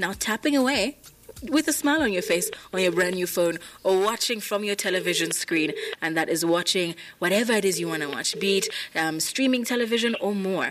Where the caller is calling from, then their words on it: Zambia; I'm calling from Windbeek, Zambia.